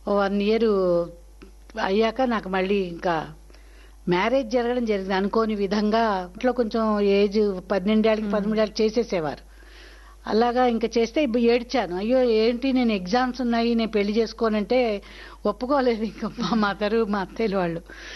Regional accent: Andhra Pradesh, India; born there; moved away as an adult; now in Hyderabad, India; ఎప్పుడు మా ఊరు నుంచి రాజమండ్రికి, రాజమండ్రిలో మా అమ్మగారు ఉండేవారు, పడవలోనూ వెళ్ళేవాళ్ళం అనమాట లాంచ్లో.

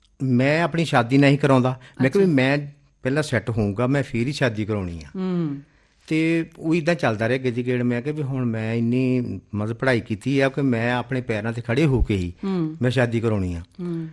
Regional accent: Muzaffarpur, Punjab, India; ਮੇਰਾ ਬਚਪਨ ਮੈਡਮ ਜੀ, ਸਾਡਾ ਪਿੰਡ ਇੱਕ ਛੋਟਾ ਜਿਹਾ ਪਿੰਡ ਆ ਮੁਜ਼ੱਫਰਪੁਰ।

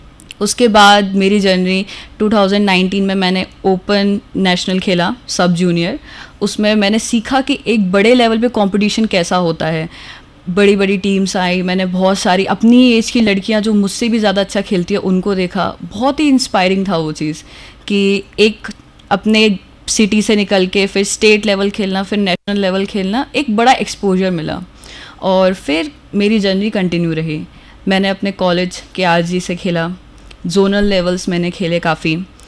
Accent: Gwalior, Madhya Pradesh, India; मैं ग्वालियर की ही निवासी हूँ

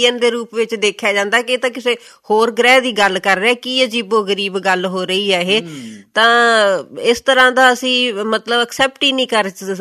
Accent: Muktsar district, Punjab, India; ਇੱਕ ਕਿਸਾਨੀ ਪਰਿਵਾਰ ਹੈ, ਪਿੰਡ ਲੱਖੇਵਾਲੀ, ਜ਼ਿਲ੍ਹਾ ਮੁਕਤਸਰ

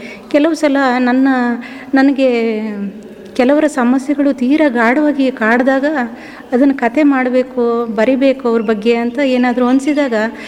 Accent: Sorab, Karnataka, India; born there; moved away as an adult; also born or lived in Kodagu / Mysore district; now in Siddapur, India; ನಾನು ಶಿವಮೊಗ್ಗ ಜಿಲ್ಲೆಯ ಸೊರಬ ತಾಲೂಕಿನವಳು. ಆಮೇಲೆ ನಮ್ಮ ಯಜಮಾನರ ನೌಕರಿಯ ನಿಮಿತ್ತ ನಾವು ಕೊಡಗು ಮತ್ತು ಮೈಸೂರು ಜಿಲ್ಲೆಗಳಲ್ಲೆಲ್ಲ ಇದ್ವಿ.

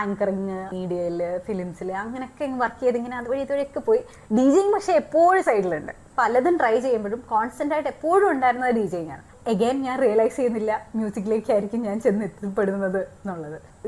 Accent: Dubai, United Arab Emirates; ഞാൻ ദുബായിലാണ് പഠിച്ചതും വളർന്നതൊക്കെ.

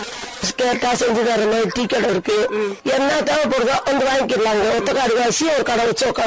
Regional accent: Varusanadu, Tamil Nadu, India; moved away as an adult; now in Kodaikanal area, India; எங்க சொந்த ஊரு வருஷநாடு.

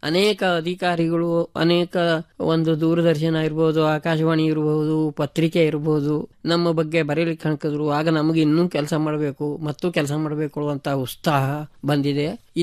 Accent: Yellapur, Karnataka, India; ವಯಸ್ಸು 67. ನಾನು ಹುಟ್ಟಿದ್ದು ಯಲ್ಲಾಪುರದಿಂದ ಸಾಧಾರಣ 13-14 ಕಿಲೋಮೀಟರ್ ದೂರ, ಕುಗ್ರಾಮ, ಘಟ್ಟದ ಪ್ರದೇಶ. ಹೋಗ್ಲಿಕ್ಕೆ ರಸ್ತೆ ಇಲ್ಲ

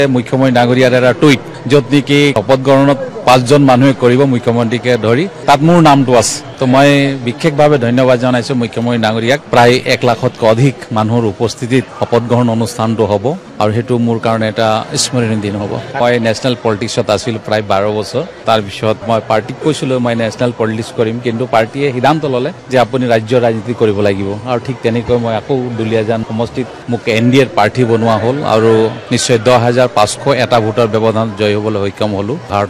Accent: Assam, India; মই নিজকে এজন অসমীয়া হিচাপে পৰিচয় দি ভাল পাওঁ আৰু মই এজন অসমীয়া হিচাপে সকলো জাতি জনগোষ্ঠীৰ কাৰণে কাম কৰিম।

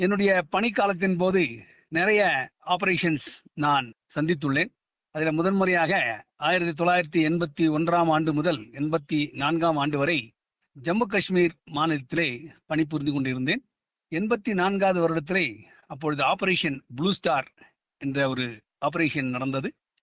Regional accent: Tamil Nadu, India; moved away as an adult; நான் உதகை கடநாடு கிராமத்திலே பிறந்து வளர்ந்தவர். எனக்கு 19 வயது ஆகும் போது நான் இந்திய இராணுவத்திலே சேர்ந்தேன்.

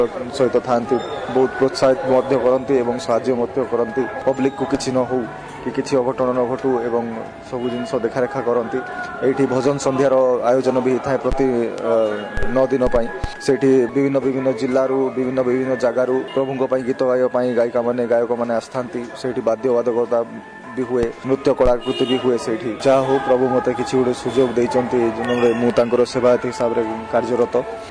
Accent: Bhawanipatna, Odisha, India; ମୋର ଘର ଭବାନୀପାଟଣା।

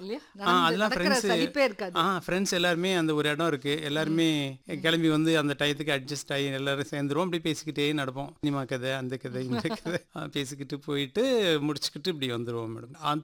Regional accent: Tamil Nadu, India; என்னோட சொந்த ஊர் வந்து தாலக்கரை நல்லிக்குண்டன் பாளையம் பொள்ளாச்சி வட்டாங்க மேடம். என்னோட படிப்பெல்லாம் டி காளிப்பாளையம்னு ஒரு வில்லேஜ், அங்கே என்னுடைய 10th வரைக்கும் அங்கே இருந்தேன், SSLC அங்கே முடித்தேன்.

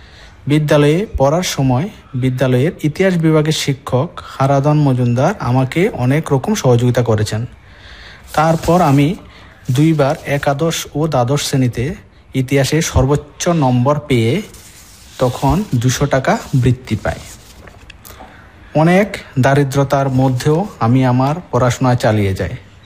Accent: Tripura, India; আমার বাড়ি বিচ্ছন্নমনো পঞ্চায়েত পাড়ায়।

